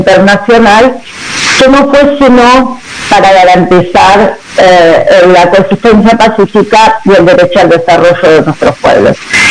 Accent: Argentina; yo soy argentina, que vivimos en la Argentina, tomamos una dimensión clara de lo que significa ser una neocolonia

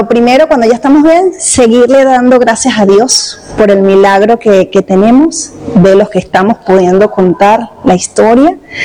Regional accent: Venezuela; yo soy orgullosamente venezolana, orgullosamente venezolana.

